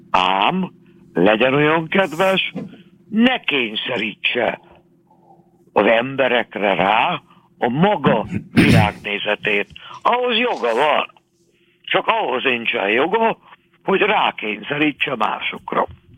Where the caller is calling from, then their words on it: Hungary; magyar vagyok